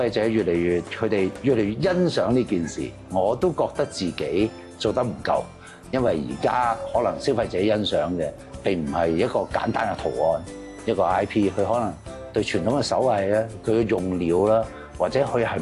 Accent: Hong Kong; 作為一個真係本土土生土長香港人

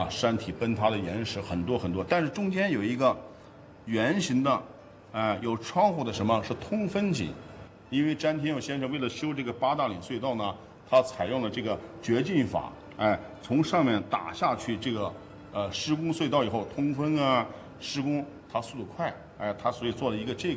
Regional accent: China; 这是提升了我们中国人的那个信心和这个精神这是很重要的。

